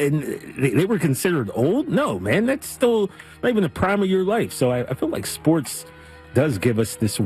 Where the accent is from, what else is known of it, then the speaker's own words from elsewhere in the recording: Pennsylvania, United States; My whole life. I'm from Pennsylvania.